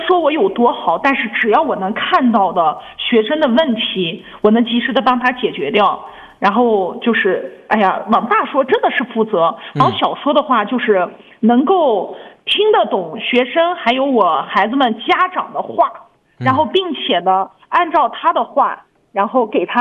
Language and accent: Chinese; Xinjiang, China; 原来我们新疆自己的孩子要绕两三年弯路才看得明白的